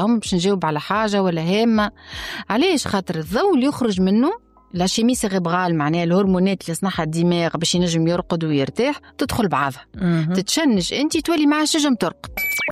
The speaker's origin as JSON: {"language": "Arabic", "country": "Tunisia", "said": "أنا تونسية"}